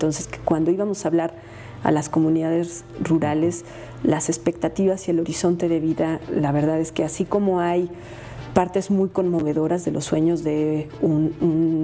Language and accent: Spanish; Guanajuato, Mexico; nací en Guanajuato, pero crecí en la parte urbana, no crecí en la zona rural